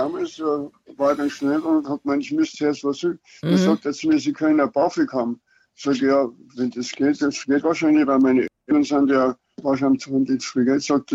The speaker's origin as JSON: {"language": "German", "region": "Bavaria", "country": "Germany", "said": "als ich als Niederbayer"}